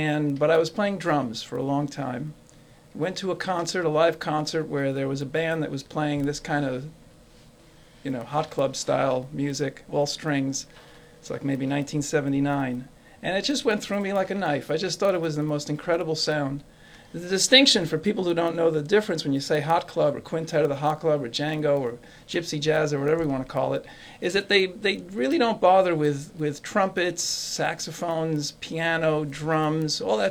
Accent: New York City, New York, United States; I grew up in New York City

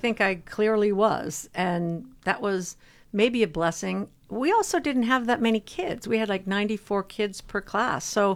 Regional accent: Colorado, United States; born there; moved away as an adult; also born or lived in Minnesota / Caribbean; now in Port Townsend, United States; I was born in Minnesota. Okay. And then moved to Colorado for middle school and high school. And then I moved to the Caribbean and lived in the Caribbean and then on boats for many years.

